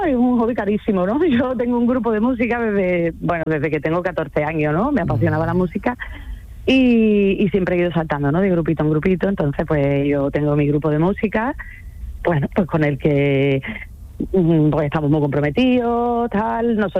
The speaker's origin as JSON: {"language": "Spanish", "town": "Seville", "region": "Andalusia", "country": "Spain", "said": "nosotros somos de aquí de Sevilla, sí."}